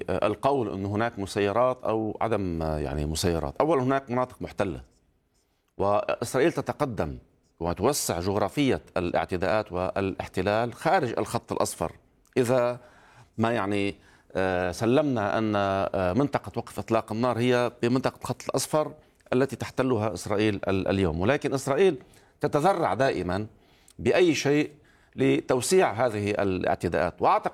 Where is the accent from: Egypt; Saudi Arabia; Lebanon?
Lebanon; كلبنانيين